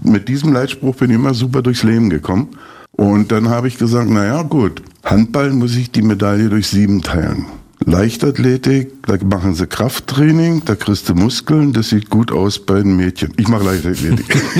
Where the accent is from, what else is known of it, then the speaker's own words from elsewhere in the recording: Eisenhüttenstadt, Brandenburg, Germany; Eisenhüttenstadt, Breslau gut, wo ich aufgewachsen bin als Stift, war schon eine sehr spezielle Geschichte.